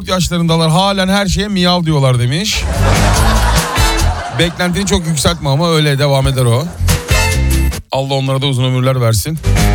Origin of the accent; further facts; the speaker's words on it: Istanbul, Turkey; Bir Bakırköylü olarak hak vermedim değil şimdi.